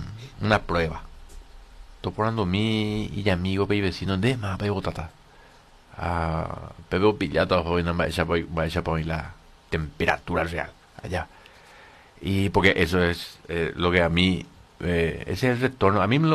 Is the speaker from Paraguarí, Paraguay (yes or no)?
yes; Carapeguá, Paraguarí, Paraguay; Yo soy de Carapeguá.